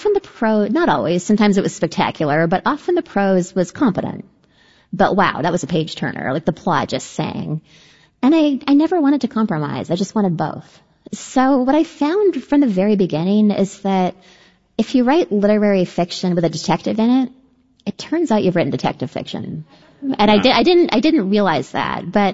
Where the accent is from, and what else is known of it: Denman Island, British Columbia, Canada; born or raised there